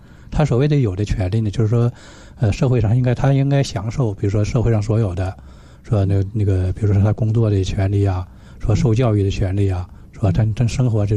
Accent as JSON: {"language": "Chinese", "country": "Japan", "said": "就是咱们日本人的习惯呢，就是还是那种盆浴"}